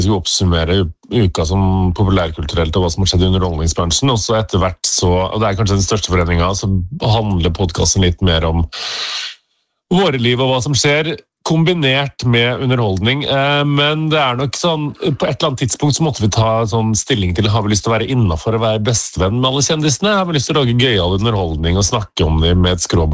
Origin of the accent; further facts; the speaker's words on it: Trøndelag, Norway; For det første så har jeg mistet dialekten min. Jeg er jo trønder egentlig.